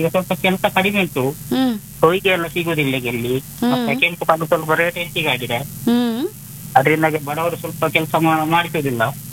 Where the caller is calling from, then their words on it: Karnataka, India; ನಾವು ಕಾಡಿನ ಮಧ್ಯದಲ್ಲಿ ಇರುದು, ನಾವು ಕಾರ್ಕಳ ತಾಲೂಕು ಈದ್ ಗ್ರಾಮ ಅಂತ ಹೇಳಿ ನಮ್ದು.